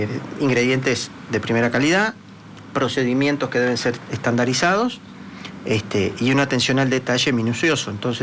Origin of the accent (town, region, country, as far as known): Uruguay